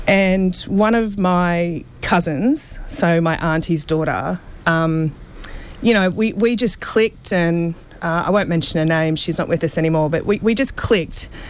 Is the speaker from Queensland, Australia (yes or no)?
yes; Rockhampton, Queensland, Australia; born there; Yeah, so I was born in Rocky Base Hospital.